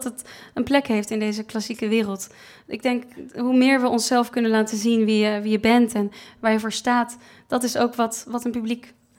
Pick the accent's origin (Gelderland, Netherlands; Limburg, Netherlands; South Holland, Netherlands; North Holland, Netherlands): North Holland, Netherlands; Amsterdam; Ik ben een echte Amsterdamse, dus ik ben opgegroeid met het Grachtenfestival.